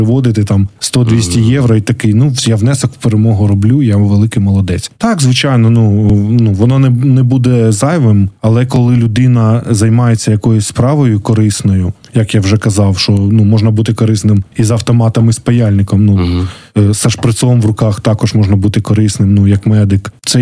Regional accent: Kryvyi Rih, Dnipropetrovsk Oblast, Ukraine; В моєму рідному Кривому Розі все не так, не так яскраво. Це більш таке промислове місто.

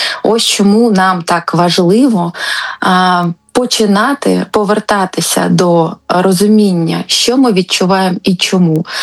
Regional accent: Kharkiv, Kharkiv Oblast, Ukraine; Особливо ми харків'яни

